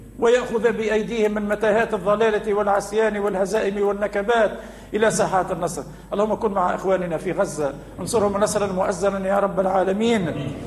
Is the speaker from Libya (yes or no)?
no; Tunisia; وأن يوحد قلوبنا كتونسيين نحو محبة بعضنا بعضا.